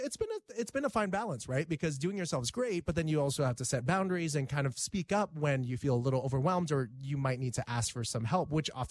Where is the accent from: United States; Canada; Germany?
Canada; born there; I was born in Canada. My parents were Vietnamese refugees. And for me, as someone who was born in Canada, it's an opportunity for me to reconnect with my Asian roots.